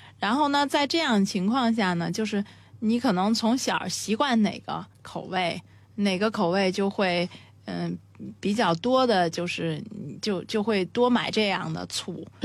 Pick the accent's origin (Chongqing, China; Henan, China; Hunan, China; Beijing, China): Beijing, China